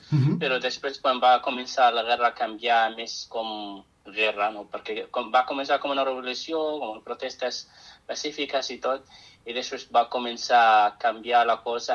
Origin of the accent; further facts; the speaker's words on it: Syria; Catalan is a second language; moved away as an adult; now in Molins de Rei, Spain; jo sóc originalment de Síria, però fa 9 anys que visc aquí en Catalunya, en Molins de Rei exactament. I sí, jo vivia en Síria, bueno, tota la meva vida, fins al 24, 23